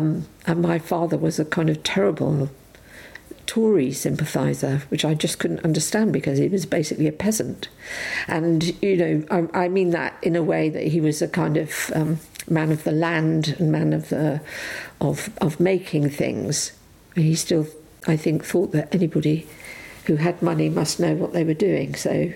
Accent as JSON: {"language": "English", "country": "Italy", "said": "So I'm a WOP because I come from Italy."}